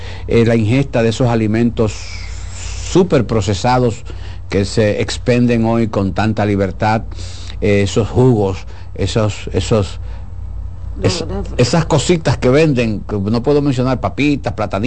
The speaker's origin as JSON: {"language": "Spanish", "town": "Villa Jaragua", "region": "Bahoruco", "country": "Dominican Republic", "tie": "born there", "also_born_or_lived": "Santiago Rodríguez", "moved": "yes", "lives_now": "Santo Domingo, Dominican Republic", "said": "Yo nací en Villajaragua, Neiva, provincia Bahoruco."}